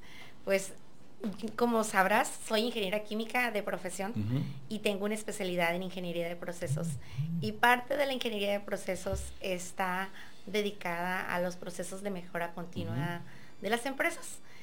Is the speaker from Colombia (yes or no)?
no; Mexico; La cercanía de mi pueblo de origen, que hace frontera con Sinaloa.